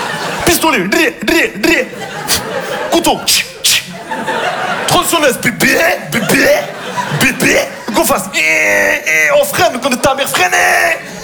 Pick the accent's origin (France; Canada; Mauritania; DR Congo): France; Marseille, Provence-Alpes-Côte d'Azur